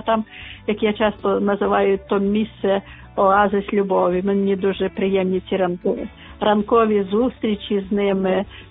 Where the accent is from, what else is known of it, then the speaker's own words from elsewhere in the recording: Bilivtsi, Chernivtsi Oblast, Ukraine; moved away; Я з Чернівецької області, село Білівці, дуже гарне місце.